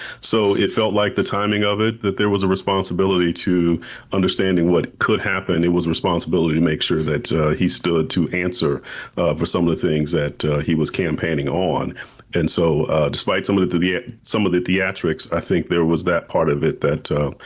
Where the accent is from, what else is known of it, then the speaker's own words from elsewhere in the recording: South Carolina, United States; I'm from South Carolina, so early voting South Carolina, I was deeply steeped in politics.